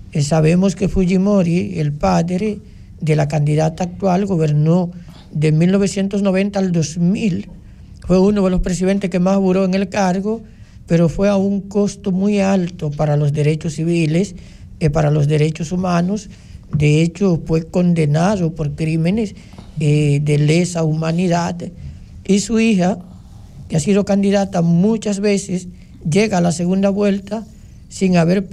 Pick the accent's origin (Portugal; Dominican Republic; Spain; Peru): Dominican Republic